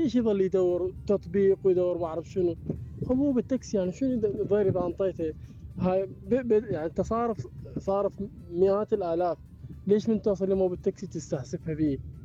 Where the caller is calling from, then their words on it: Baghdad, Baghdad Governorate, Iraq; عندنا في بغداد،